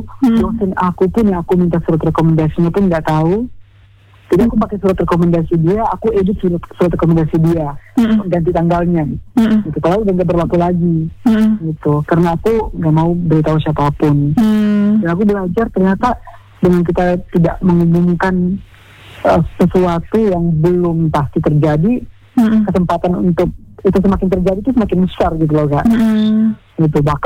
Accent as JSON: {"language": "Indonesian", "area": "Rote Ndao", "region": "East Nusa Tenggara", "country": "Indonesia", "tie": "born or raised there", "moved": "yes", "lives_now": "Kupang, Indonesia", "said": "daerah aku berasal, yaitu Nusa Tenggara Timur, terlebih khususnya di Rotendao."}